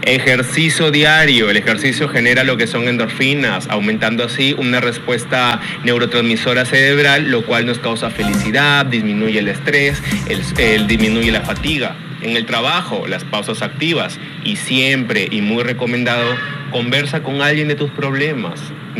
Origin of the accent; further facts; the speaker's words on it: Piura, Peru; las personas piuranas